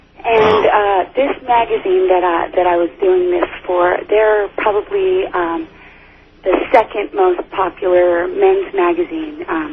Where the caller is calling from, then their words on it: Colorado, United States; from Colorado.